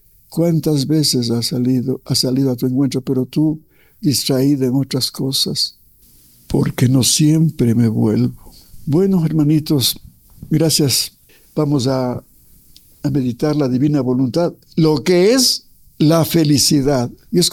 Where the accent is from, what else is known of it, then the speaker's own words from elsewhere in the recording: Imbabura, Ecuador; Es una ciudad muy hermosa de mi provincia, de Imbabura.